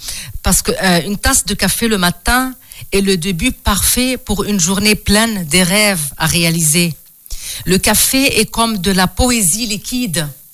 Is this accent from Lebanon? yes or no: yes; Lebanon; au Liban, parce que je suis libanaise